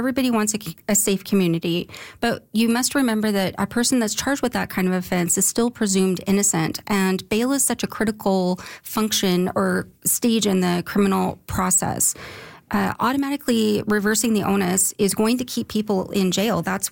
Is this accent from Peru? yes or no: no; Canada; we as a Canadian society